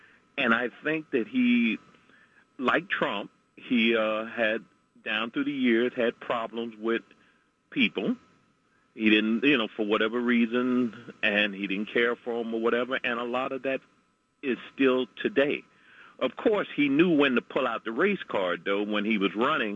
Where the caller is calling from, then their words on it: New York City, New York, United States; … out of Queens